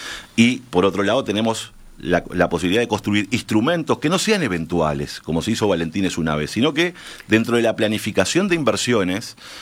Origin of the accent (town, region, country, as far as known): Uruguay